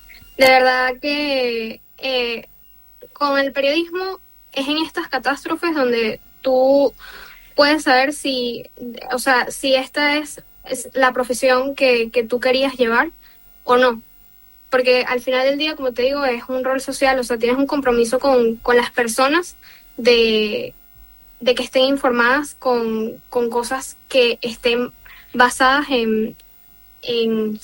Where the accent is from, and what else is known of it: Venezuela